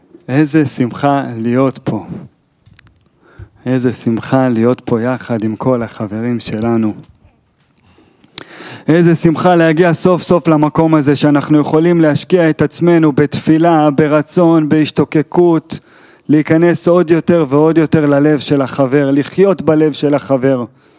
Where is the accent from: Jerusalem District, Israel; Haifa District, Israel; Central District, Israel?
Central District, Israel; Gedera; אנחנו שנינו מגדרה